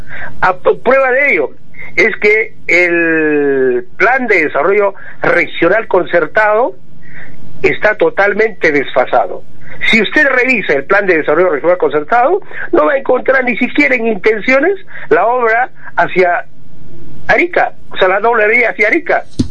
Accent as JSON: {"language": "Spanish", "region": "Tacna", "country": "Peru"}